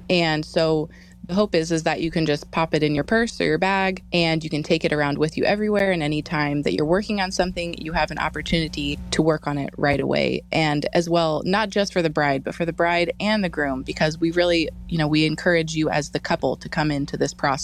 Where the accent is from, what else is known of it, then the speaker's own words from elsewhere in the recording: Alaska, United States; moved away as an adult; I'm from Alaska originally. My husband's in the military, so we've moved around a bit.